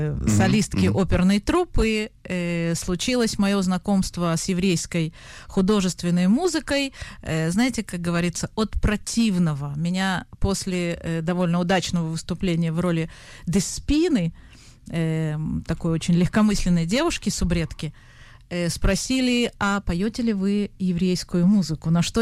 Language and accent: Russian; Moscow, Russia; я из Москвы